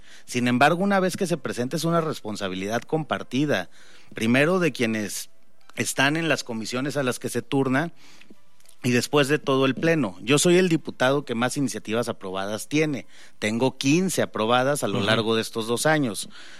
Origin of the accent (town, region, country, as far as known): Mexico